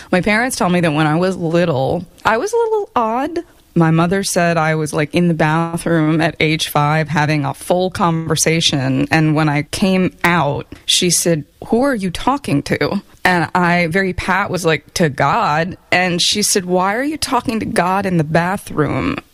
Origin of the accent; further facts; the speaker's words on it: Randallstown, Maryland, United States; also born or lived in Owings Mills, Maryland / Catonsville, Maryland; So I grew up in a town called Randallstown, which is right along the city-county line. Moved out to Owings Mills in my teenage years, and then lived in Catonsville, right on the city-county line. Now I have returned to Owings Mills